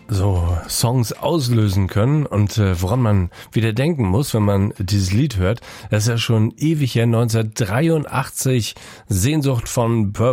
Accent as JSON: {"language": "German", "country": "Germany", "tie": "born or raised there", "said": "ich bin ja in der DDR groß geworden"}